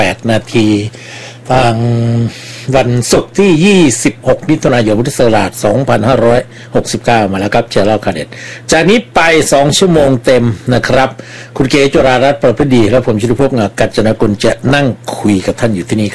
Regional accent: Pathum Thani, Thailand; เราเป็นคนปทุมธานี

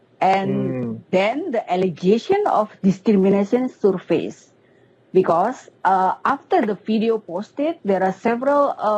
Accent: Indonesia; English is a second language; But because I'm from Indonesia, so my focus is only on Bali.

